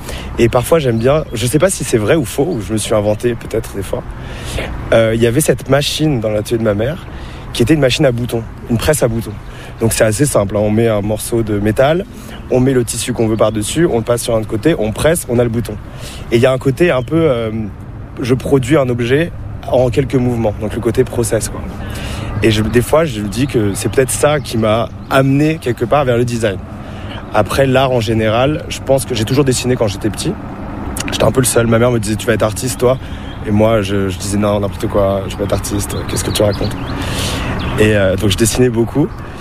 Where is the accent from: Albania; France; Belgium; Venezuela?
France; Paris, Île-de-France; Je suis né à Paris, dans le 12e. J'ai fait toute mon adolescence à Paris